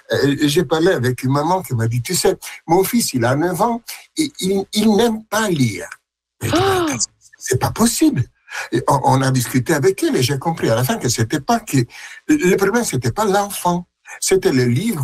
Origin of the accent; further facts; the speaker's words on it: Milan, Lombardy, Italy; moved away as an adult; also born or lived in Orléans, France; now in Canada; Je suis né à Milan, même à Milan-Ville. J'ai vécu dans cette grande ville, et à un certain point, j'ai migré en France et j'ai habité à Orléans. Donc, plus petit que Milan